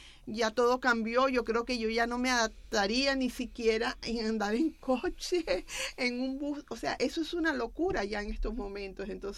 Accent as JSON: {"language": "Spanish", "country": "Venezuela", "said": "nosotros los venezolanos"}